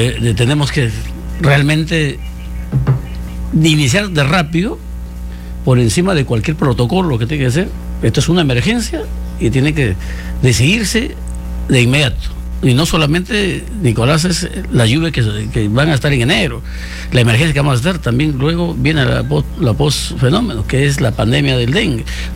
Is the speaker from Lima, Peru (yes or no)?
no; Huarmaca, Piura, Peru; Yo vengo de una parte muy difícil, yo soy de Huarmaca, de la Sierra de Piura.